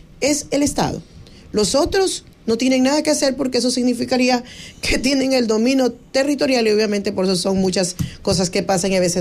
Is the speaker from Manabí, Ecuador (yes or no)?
yes; Manabí, Ecuador; soy una manabita convencida